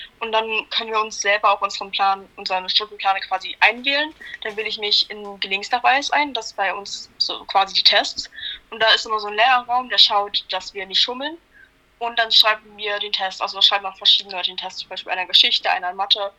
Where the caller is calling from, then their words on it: Freital, Saxony, Germany; ich komme aus Sachsen, um genau zu sein aus Freital.